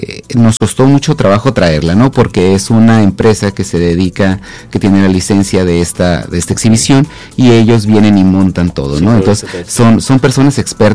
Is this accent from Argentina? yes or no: no; Ensenada, Baja California, Mexico; nosotros aquí los ensenadenses tenemos el Museo del Caracol